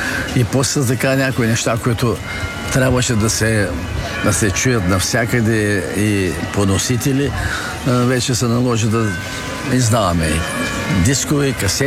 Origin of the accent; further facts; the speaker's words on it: Plovdiv, Plovdiv Province, Bulgaria; Дарихме сумата за построяването на паметника, защото сме пловдивчани, защото сме от Филибето.